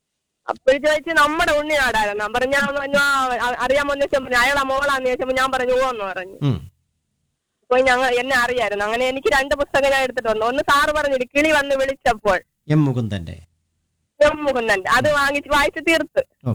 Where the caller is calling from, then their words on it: Vellarada, Kerala, India; വീട്? വെള്ളറട. വെള്ളറട കഴിഞ്ഞ് കള്ളിമൂട് എന്ന് പറയും.